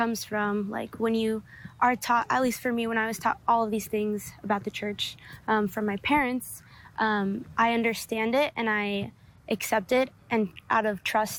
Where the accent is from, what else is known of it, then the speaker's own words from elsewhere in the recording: San Antonio, Texas, United States; Well, I'm here from San Antonio, born and raised. Both of my parents are from Mexico. And I grew up here, still in the same house as when I was really little.